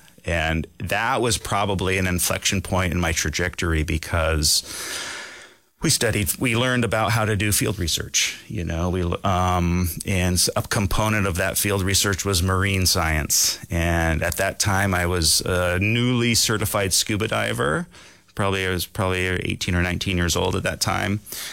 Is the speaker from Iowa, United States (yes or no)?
no; Vermont, United States; I grew up in Vermont, so a tiny little pocket of the country that's landlocked, and I was fortunate enough to grow up on a small amount of acreage in rural Vermont that had a mountain stream and a pond